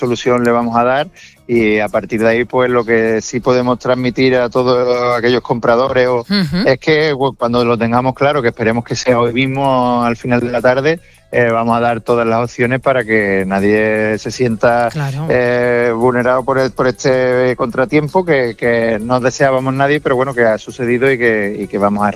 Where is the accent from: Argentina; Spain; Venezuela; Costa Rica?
Spain; Seville, Andalusia